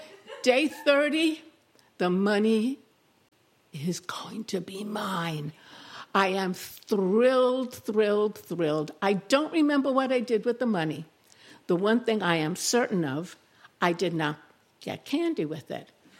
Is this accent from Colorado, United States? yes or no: no; Brooklyn, New York, United States; I was born and bred in Brooklyn. Is Brooklyn in the house? When I was little, we lived around the corner from Woolworths.